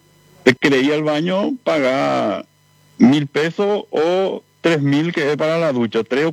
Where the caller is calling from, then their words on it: Paraguay; acá en su mayoría somos paraguayos los que estamos acá